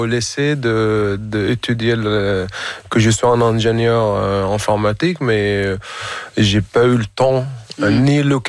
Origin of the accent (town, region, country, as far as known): Hamouria, Rif Dimashq, Syria; born or raised there; French is a second language